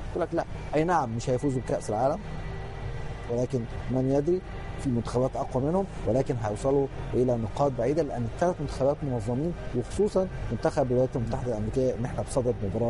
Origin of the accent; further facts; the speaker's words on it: Egypt; عندنا في مصر